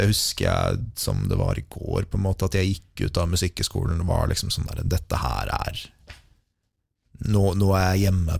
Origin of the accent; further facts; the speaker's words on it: Oslo, Norway; Jeg er vokst opp på Makrellbekken og Hovseter.